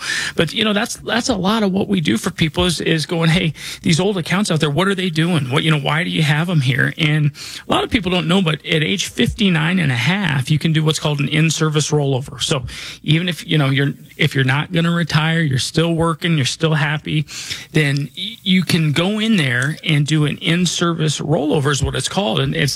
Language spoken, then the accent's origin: English; Denver, Colorado, United States; I was born and raised here in Denver.